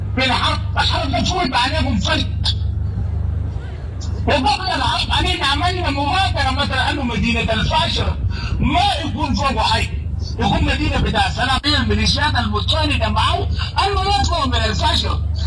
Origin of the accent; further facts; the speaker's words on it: Sudan; كلنا كسودانيين بقطاعاتنا المختلفة بدياراتنا المختلفة بثقافاتنا المختلفة